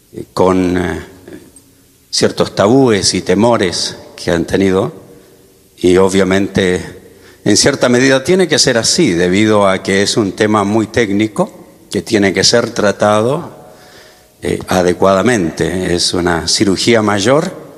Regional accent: Chile; moved away

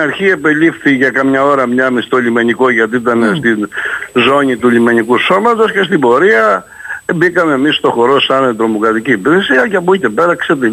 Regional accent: Greece; τα πολύ περισσότερα θύματα τα είχαμε εμείς εδώ ως Έλληνες.

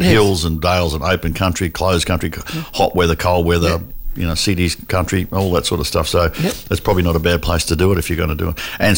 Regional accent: Australia; being Australian

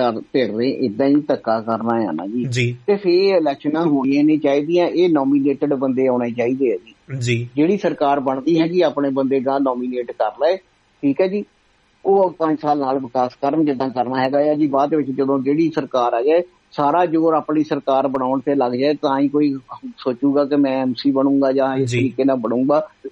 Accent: Punjab, India; ਅਸੀਂ ਪਿੰਡਾਂ ਦੇ ਰਹਿਣ ਵਾਲੇ ਹੈਗੇ ਆ, ਸਾਡੀ ਤਾਂ ਵੋਟ ਵੀ ਹੈ ਨੀ ਸ਼ਹਿਰਾਂ ਦੇ ਵਿੱਚ

